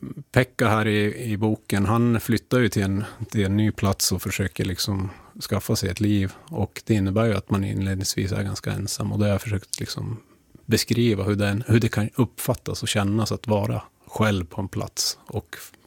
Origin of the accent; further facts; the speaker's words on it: Gällivare, Norrbotten County, Sweden; now in Umeå, Sweden; Alltså en berättelse från den plats jag kommer ifrån, Gällivare.